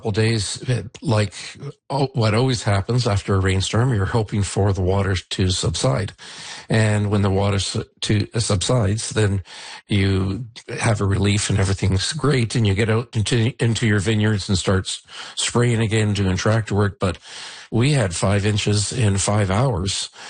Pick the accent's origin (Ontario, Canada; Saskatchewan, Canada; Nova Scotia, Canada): Ontario, Canada; Niagara-on-the-Lake; I've been, lived on this road for 41 years, and I grew up in Niagara-on-the-Lake for 69 years.